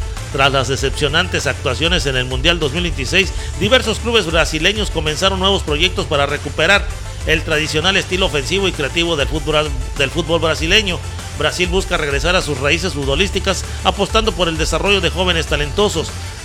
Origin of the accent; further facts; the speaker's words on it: Mexico; lo que más vergüenza da como mexicanos